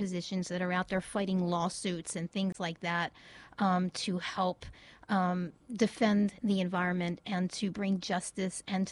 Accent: Baltimore, Maryland, United States; I grew up in Baltimore City

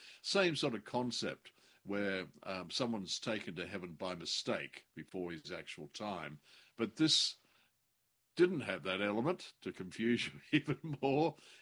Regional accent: Australia; now I'm a plastic Paddy because I'm not a real, I'm an Australian, obviously.

